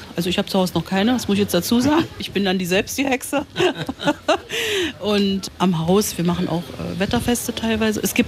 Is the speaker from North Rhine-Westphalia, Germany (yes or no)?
no; Thale, Saxony-Anhalt, Germany; Ich bin gebürtige Thalenserin noch